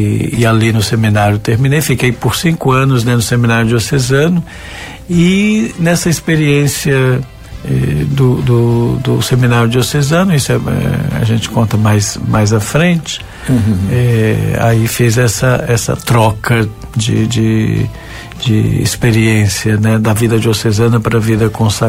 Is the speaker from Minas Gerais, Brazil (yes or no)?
yes; Juiz de Fora, Minas Gerais, Brazil; moved away; also born or lived in Campo Grande, Rio de Janeiro; Mas a nossa infância foi vivida em Minas Gerais, sobretudo na cidade de Juiz de Fora